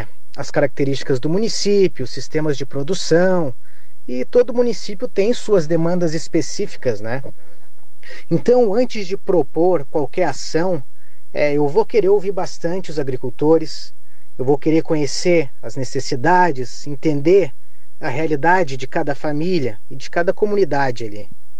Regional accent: São Joaquim, Santa Catarina, Brazil; born there; moved away as an adult; now in western Santa Catarina, Brazil; E eu sou nascido em São Joaquim.

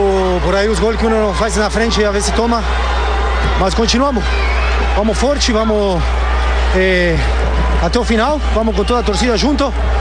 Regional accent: Itajaí, Santa Catarina, Brazil; Eu sou de Itajaí, vim só pra ver esse jogo, tô indo embora.

